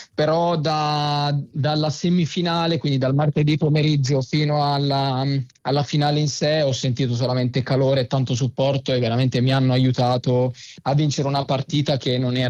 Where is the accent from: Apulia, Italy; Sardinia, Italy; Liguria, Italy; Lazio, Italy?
Apulia, Italy; Santeramo in Colle; moved away as an adult; now in Milan, Italy; io ho iniziato da molto giovane, quando avevo più o meno 7 anni, ovviamente per divertimento qua nel mio paese, Sant'Ermo in Colle.